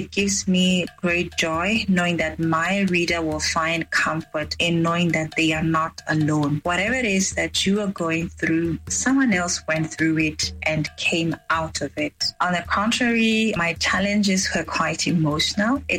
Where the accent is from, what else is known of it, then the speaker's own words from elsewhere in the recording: Botswana; As a young Botswana born and bred in Botswana